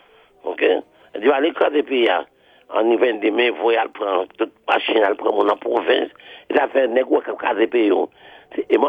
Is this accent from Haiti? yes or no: yes; Haiti; Haïti, mon pays, ma terre natale